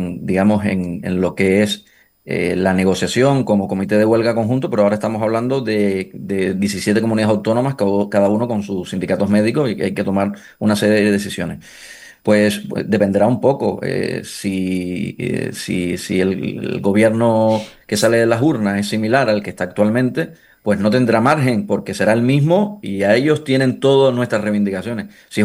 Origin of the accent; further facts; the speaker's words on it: Canary Islands, Spain; Yo soy de Gran Canaria